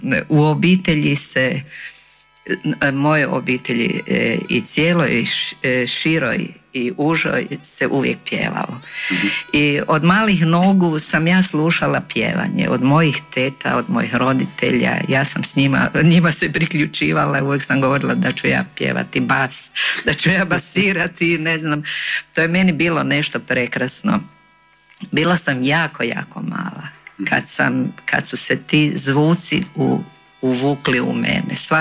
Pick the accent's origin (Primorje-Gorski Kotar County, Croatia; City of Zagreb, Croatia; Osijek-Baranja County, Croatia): City of Zagreb, Croatia; Zagreb; born there; also born or lived in Tuhelj, Hrvatsko Zagorje; onda je tu bila relacija stalno Tuhelj-Zagreb, tako. Međutim, ono definitivno sam bila negdje oko 4 godine kad sam u Zagrebu, kad smo se stacionirali u Zagrebu.